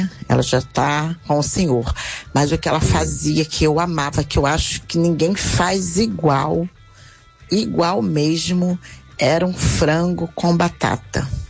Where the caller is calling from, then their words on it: Rio de Janeiro, Brazil; do Recreio.